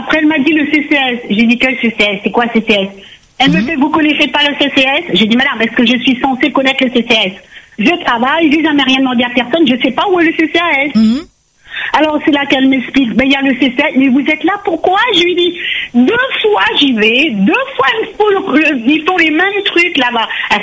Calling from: Saint-Pierre, Réunion; J'habite à Saint-Pierre, à la Ravine Blanche

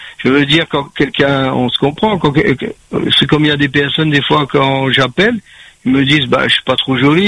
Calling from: Saint-Benoît, Réunion; moi, je suis à Saint-Benoît, mais je me déplace, c'est pas grand, l'île, hein. C'est pas comme la métropole.

